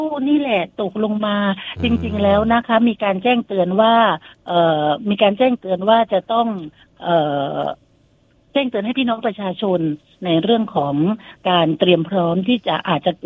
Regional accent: Songkhla, Thailand; now in Phetchaburi, Thailand; พี่…เป็นคนคนใต้เนาะย้ายมาจากสงขลานี่แหละ

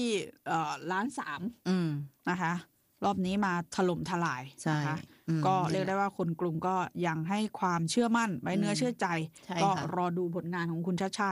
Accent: Bangkok, Thailand; ในฐานะคนกทมต้องพูดได้เต็มปากเต็มคำเหมือนกัน

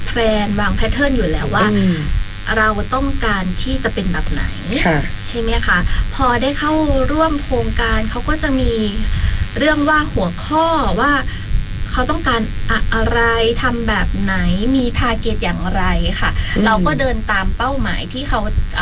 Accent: Phuket, Thailand; ภูเก็ตบ้านเรานี่เองค่ะ

